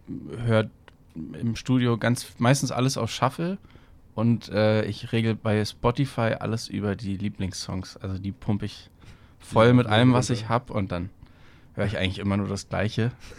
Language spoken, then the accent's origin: German; Brandenburg, Germany; Und ich komme aus der Prignitz, das ist der am undichtesten besiedelste Landkreis Deutschlands, am dünnsten besiedelste Landkreis Deutschlands. Und da ist wirklich nichts.